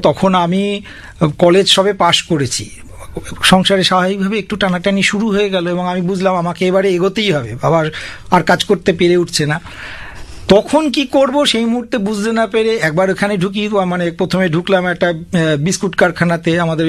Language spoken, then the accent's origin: Bangla; Konnagar, West Bengal, India; এটা হচ্ছে পঞ্চায়েত এলাকা, সেই নবগ্রাম পঞ্চায়েত এলাকায় আমার জন্ম, আমার বেড়ে ওঠা, আমি আজ 50 বছর বয়স পর্যন্ত ওখানেই আছি এবং আমার ইচ্ছে আছে বাকি জীবনটা ওখানেই থাকার।